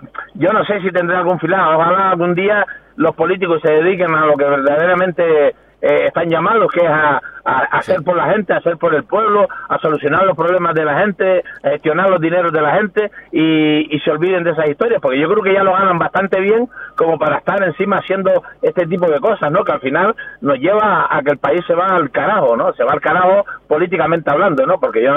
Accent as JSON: {"language": "Spanish", "area": "Las Palmas / the island", "region": "Canary Islands", "country": "Spain", "said": "Soy madridista, soy de Las Palmas"}